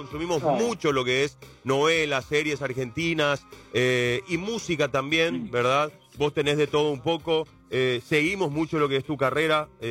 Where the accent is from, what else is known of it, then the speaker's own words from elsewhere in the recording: Paraguay; lo digo como paraguayo también